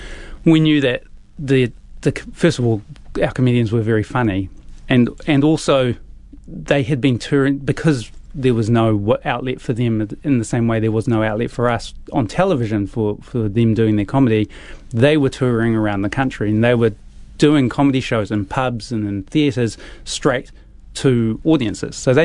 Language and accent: English; New Zealand